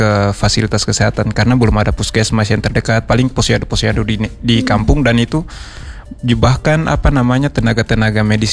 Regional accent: Maluku, Indonesia; daerah saya itu di Maluku itu dulu itu agak kesulitan sebenarnya untuk misalkan ke fasilitas kesehatan karena belum ada puskesmas yang terdekat, paling posyandu di kampung

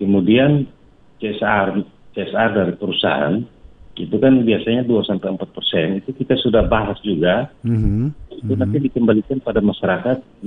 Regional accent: Rote, East Nusa Tenggara, Indonesia; kita sebagai warga Rote

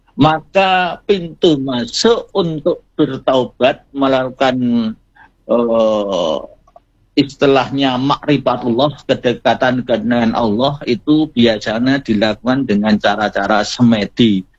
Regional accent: Java, Indonesia

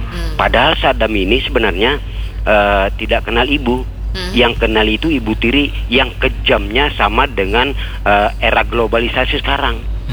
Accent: South Kalimantan, Indonesia; ujar orang kita Banjar nih, biar tuha tapi masih ahoy.

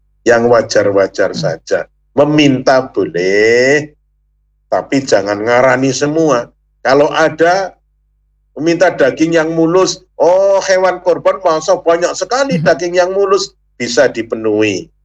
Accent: Banyumas, Central Java, Indonesia; bahasa kita orang Banyumas tidak ngarani

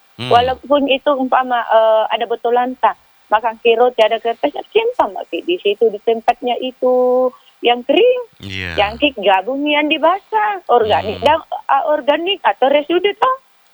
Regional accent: Makassar, South Sulawesi, Indonesia; sebagai warga Kota Makassar yang baik

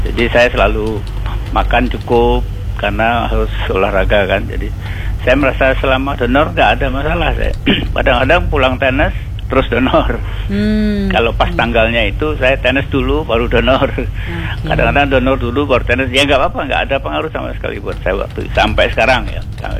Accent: Bangka Belitung Islands, Indonesia; now in Yogyakarta, Indonesia; saya asli Pulau Bangka, Bangka Belitung.

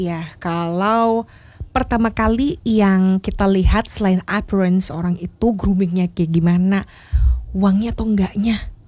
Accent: Bali, Indonesia; Kalau kita orang Bali

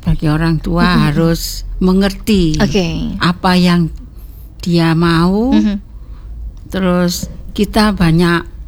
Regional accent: Surabaya, East Java, Indonesia; born there; Saya kelahiran Surabaya.

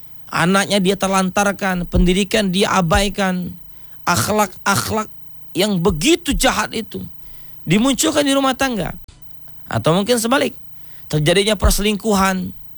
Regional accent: West Kalimantan, Indonesia; Sintang adalah rumah kita bersama.

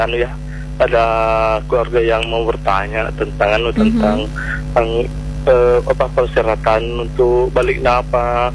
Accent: South Sulawesi, Indonesia; jadi kita sebagai orang Bone sangat bangga bagi teman mengundang saudara-saudara kita yang ada di luar Bone

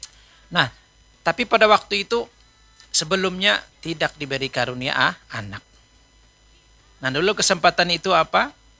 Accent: Banjar, South Kalimantan, Indonesia

